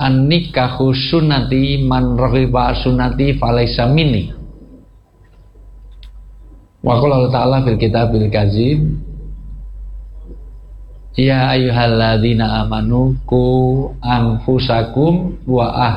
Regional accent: Java, Indonesia; mohon maaf, saya asli orang Jawa.

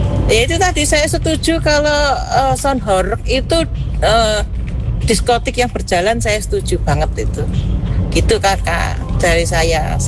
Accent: Singosari, East Java, Indonesia; bukan di pemukiman seperti di daerah saya Singosari.

